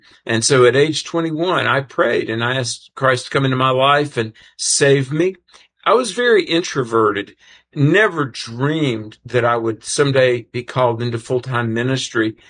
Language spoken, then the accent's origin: English; the South, United States; And I grew up in the South. They often call it the Bible Belt. And there is seemingly a church on every corner.